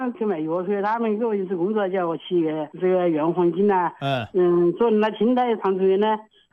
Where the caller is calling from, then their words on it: Qianjiang, Hubei, China; 我们是湖北的，是潜江的